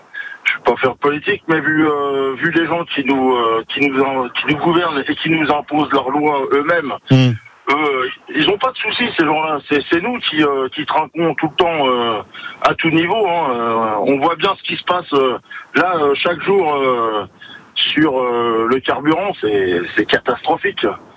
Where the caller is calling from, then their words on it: La Rochepot, Bourgogne-Franche-Comté, France; Ouais, je suis habitant de la Rochepot depuis quelques années